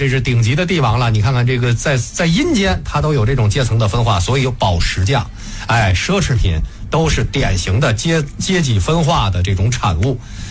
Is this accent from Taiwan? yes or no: no; China; 我们中国人